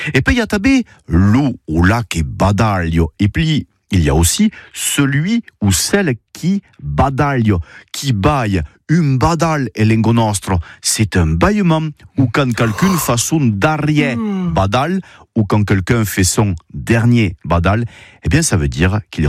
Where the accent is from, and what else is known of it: Occitanie, France